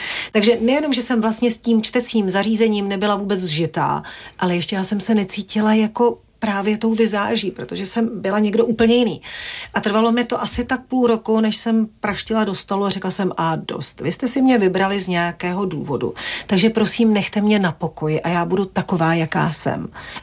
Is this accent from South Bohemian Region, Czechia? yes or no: yes; Vimperk, South Bohemian Region, Czechia; moved away as an adult; also born or lived in České Budějovice; now in Prague, Czech Republic; Rodačce ze Šumavy v Praze chyběla příroda